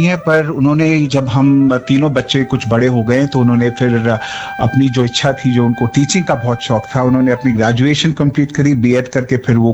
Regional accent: Kolkata, West Bengal, India; born there; जी, मेरा जन्म कलकत्ता में हुआ था और उसके एक भारतीय वायुसेना फौजी परिवार में हुआ था।

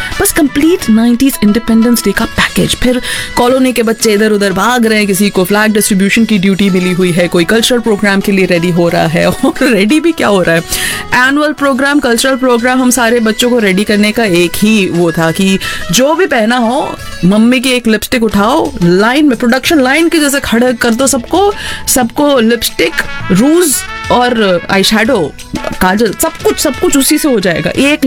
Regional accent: Kanpur, Uttar Pradesh, India; moved away; हमारे कानपुर में

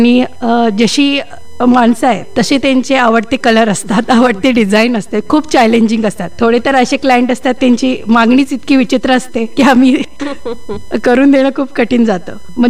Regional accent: Belgaum, Karnataka, India; also born or lived in Bangalore / Goa; मी मूळची बेळगावचीच. माझं शिक्षण, शाळेचं शिक्षण मराठी विद्यानिकेतन मराठी मीडियम मधून झालं. त्याच्यानंतर माझं आर्किटेक्चर कॉलेज शिक्षण हे JIT गोगटे इन्स्टिट्यूट उद्यमबाग इथून

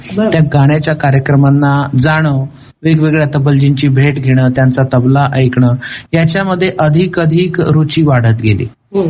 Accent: Dhule, Maharashtra, India; born or raised there

